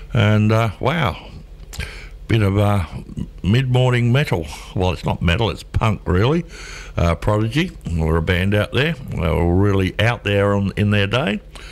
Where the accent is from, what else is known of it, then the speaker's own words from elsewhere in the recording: England, United Kingdom; now in Australia; I'm a southerner. Actually, I'm English.